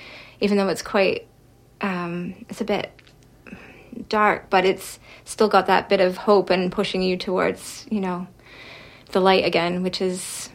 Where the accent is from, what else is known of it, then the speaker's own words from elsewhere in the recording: Canada; as a Canadian too